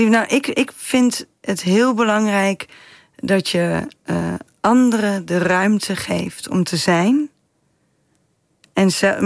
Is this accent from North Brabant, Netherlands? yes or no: yes; Oosterhout, North Brabant, Netherlands; Ik ben opgegroeid in Oosterhout. En een van de dingen die ik heel zeker wist... was dat ik daar wegging.